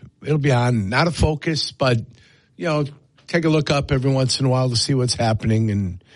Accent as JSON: {"language": "English", "town": "Chicago", "region": "Illinois", "country": "United States", "said": "I'm from South Chicago."}